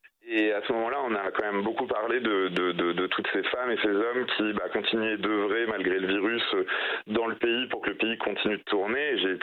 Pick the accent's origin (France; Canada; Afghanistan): France; Bayeux, Normandy; also born or lived in Brest; moi je viens de je suis né à Brest, mais j'ai grandi à Bayeux, près de Caen.